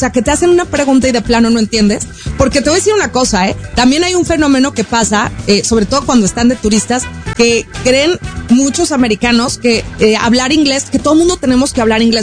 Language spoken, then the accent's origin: Spanish; Mazatlán, Sinaloa, Mexico; trabajamos justo allá en Mazatlán, Sinaloa, de donde yo soy, en la playa